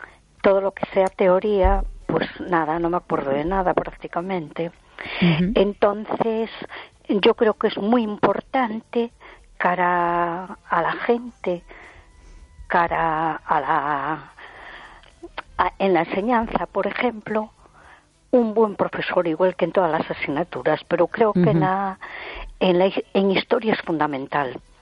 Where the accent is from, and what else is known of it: A Coruña, Galicia, Spain